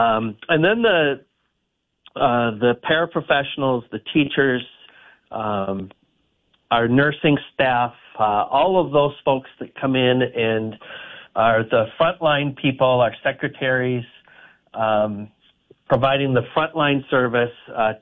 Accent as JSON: {"language": "English", "town": "Deer River", "region": "Minnesota", "country": "United States", "tie": "born there", "also_born_or_lived": "Michigan", "said": "So originally I'm from Michigan. My family moved to Minnesota in 1977, and I started fourth grade in Deer River. But in Michigan, I had it pretty good before kindergarten."}